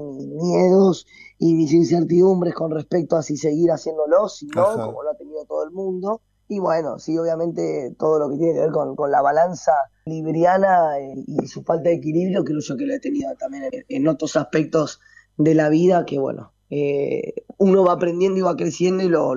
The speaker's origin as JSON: {"language": "Spanish", "town": "Chascomús", "region": "Buenos Aires Province", "country": "Argentina", "tie": "born or raised there", "moved": "yes"}